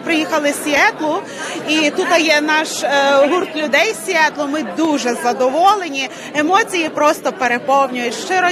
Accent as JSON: {"language": "Ukrainian", "town": "Lviv", "region": "Lviv Oblast", "country": "Ukraine", "moved": "yes", "lives_now": "Seattle, United States", "said": "Ми самі зі Львова, але вже дуже багато років живемо тут."}